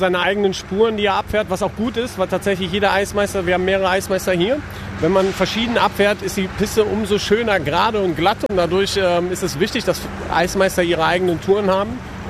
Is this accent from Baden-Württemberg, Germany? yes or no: no; Cologne, North Rhine-Westphalia, Germany; Also ich bin gebürtiger Kölner, war selber auch als Jugendlicher und als Kind in der Arena